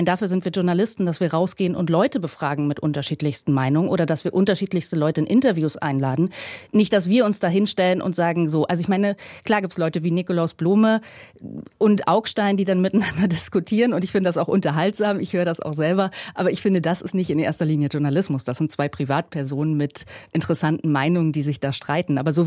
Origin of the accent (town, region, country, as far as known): East Germany, Germany; born there